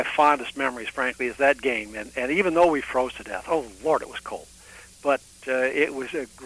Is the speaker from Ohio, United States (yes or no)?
yes; Cleveland, Ohio, United States; moved away; growing up in Cleveland, Ohio, and there wasn't much that was fun up there